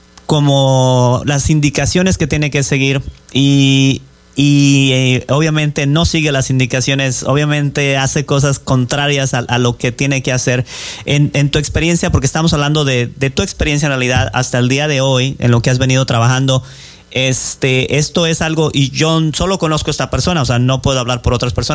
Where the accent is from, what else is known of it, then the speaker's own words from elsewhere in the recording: Colima, Mexico; now in Tri-Cities, Washington, United States; yo soy de Colima, México